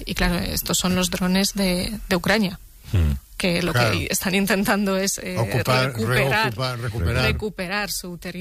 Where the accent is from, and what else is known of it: Region of Murcia, Spain; born or raised there